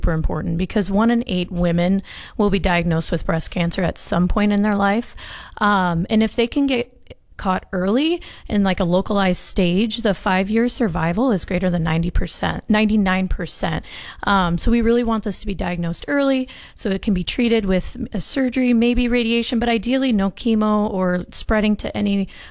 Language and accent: English; South Dakota, United States; So I grew up in Casswood, South Dakota, a town of about 600.